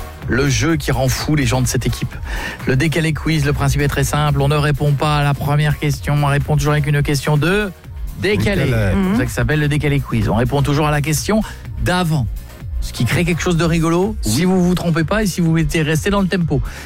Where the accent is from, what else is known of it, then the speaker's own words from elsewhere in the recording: France; Je suis l'équipe de France et je suis français